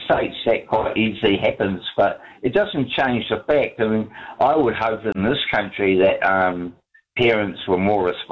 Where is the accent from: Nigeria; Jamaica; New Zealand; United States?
New Zealand; Bay of Plenty; now in Napier, New Zealand; I'm from the Bay of Plenty and we woke up in 6 degrees and we went to school without shoes. Because we were so poor for a kickoff. I come from the Bay of Plenty